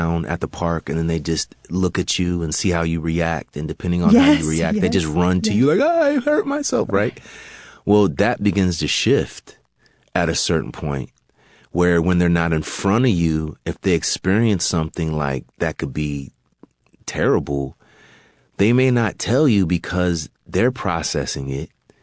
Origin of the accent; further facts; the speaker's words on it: California, United States; born or raised there